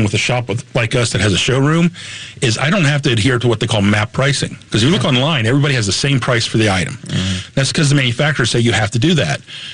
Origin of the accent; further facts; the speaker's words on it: Brunswick, Maryland, United States; I mean, we're from this area. I grew up over in Brunswick.